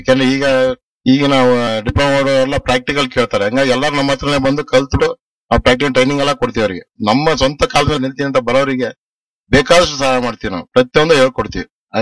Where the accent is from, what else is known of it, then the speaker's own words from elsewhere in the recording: Shivamogga, Karnataka, India; ನಾನು ಹುಟ್ಟಿದ್ದು ಶಿವಮೊಗ್ಗದಲ್ಲೇ, ಕಾನ್ವೆಂಟ್ ಅಲ್ಲಿ ಓದಿದ್ದು.